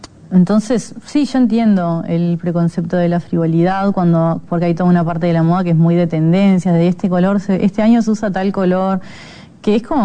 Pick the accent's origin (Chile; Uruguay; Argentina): Uruguay; ¿cómo somos los uruguayos?